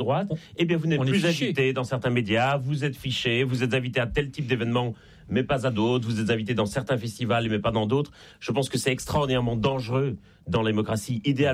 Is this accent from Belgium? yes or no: yes; Belgium; now in Paris, France; ça s'entend un peu d'ailleurs à mon accent. Je suis en Belgique et je ne suis pas né en France, même si j'habite